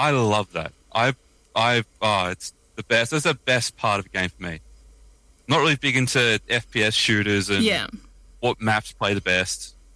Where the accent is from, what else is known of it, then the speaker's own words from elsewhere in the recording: Australia; accent: Australian; I don't know if we can tell by the accent, I'm Australian.